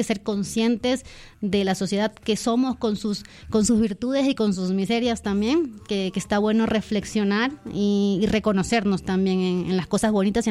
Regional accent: Ecuador; moved away as an adult; now in Madrid, Spain; yo quiero hacer siempre historias aquí en mi país, voy a hacerlo siempre, aunque actualmente vivo en España, siempre volveré.

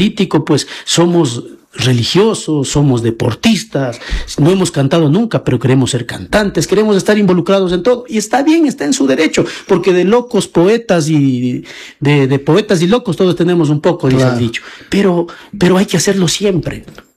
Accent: Chimbo, Bolívar, Ecuador; moved away as an adult; Como chimbeño, ¿qué le estoy entregando a mi tierra? Mire, muchos jóvenes, y dentro de ellos estoy yo, porque he tenido que salir a otra tierra, he tenido que emigrar a buscar oportunidades

